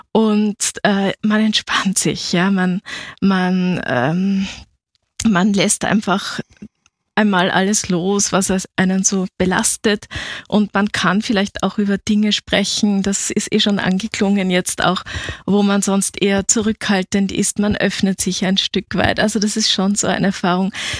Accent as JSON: {"language": "German", "region": "Upper Austria", "country": "Austria", "moved": "yes", "lives_now": "Vienna, Austria", "said": "Also ich bin ja keine Wienerin, keine geborene Wienerin, aber mittlerweile zugezogene. In Oberösterreich kennt man den Heurigen nicht."}